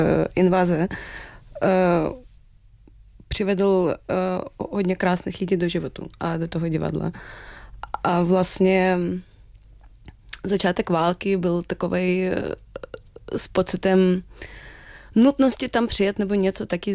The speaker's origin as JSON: {"language": "Czech", "country": "Ukraine", "second_language": "Czech", "moved": "yes", "lives_now": "Prague, Czechia", "said": "I já doufám, že i tady v Praze vzniká z toho druhý domov. Takže určitě jsem Ukrajinka"}